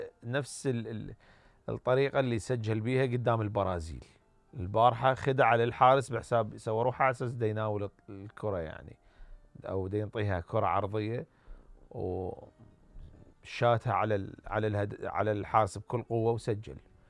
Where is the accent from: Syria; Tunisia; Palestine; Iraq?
Iraq